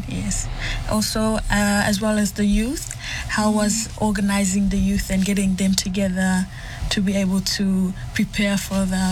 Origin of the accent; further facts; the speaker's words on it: New Zealand; born there; I'm originally from Solomon Islands. But I was born in New Zealand and I am one of the Siawa youth.